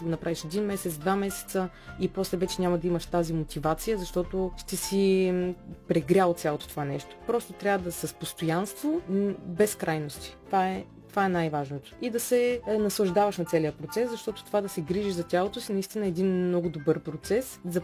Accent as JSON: {"language": "Bulgarian", "town": "Stara Zagora", "region": "Stara Zagora Province", "country": "Bulgaria", "said": "понеже аз съм от Стара Загора, ходих и до Стара Загора"}